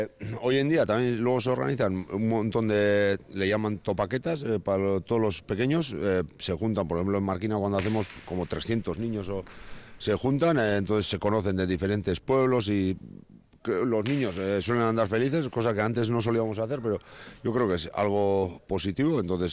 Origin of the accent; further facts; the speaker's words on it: Markina-Xemein, Basque Country, Spain; yo soy de Markina